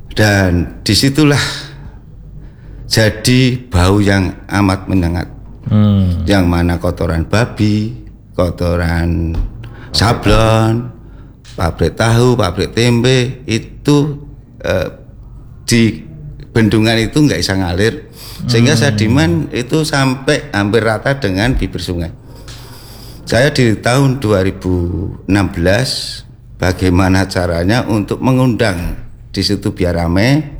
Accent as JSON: {"language": "Indonesian", "town": "Ngipang", "region": "Central Java", "country": "Indonesia", "said": "Kebetulan waktu itu di kami warga Ngipang itu ada paguyuban namanya Tanggul Joyo"}